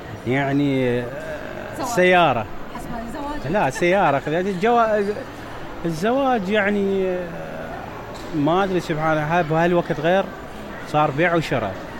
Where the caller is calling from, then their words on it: Najaf, Najaf Governorate, Iraq; كنت كاشير ببازار بالنجف. انا طبعا من اهل النجف.